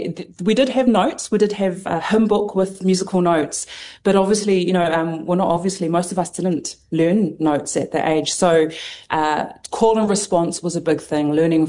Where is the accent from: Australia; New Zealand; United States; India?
New Zealand; Palmerston North, Manawatū-Whanganui; So, you know, I grew up in Palmy. Palms North End, I attended the Christian Church of Samoa, was basically born into it.